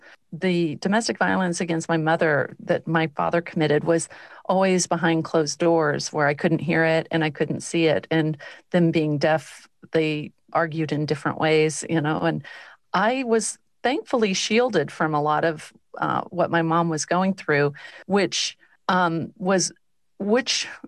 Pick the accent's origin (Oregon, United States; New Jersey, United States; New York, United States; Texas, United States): Texas, United States; growing up in Texas